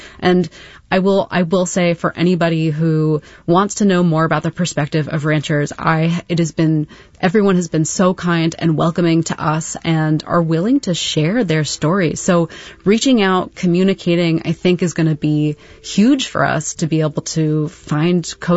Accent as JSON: {"language": "English", "town": "San Francisco", "region": "California", "country": "United States", "said": "I know I am from San Francisco."}